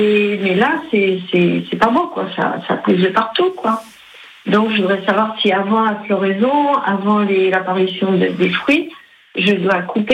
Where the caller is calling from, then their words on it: Névez, Brittany, France; De Nevey.